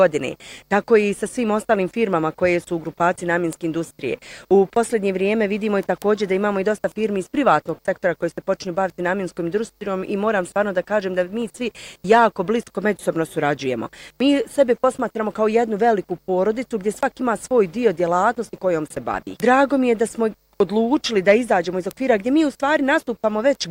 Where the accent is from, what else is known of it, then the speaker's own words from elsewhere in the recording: Bosnia & Herzegovina; mi smo iz Bosne i Hercegovine i imamo ovo što imamo i ponosni smo na ovo što imamo.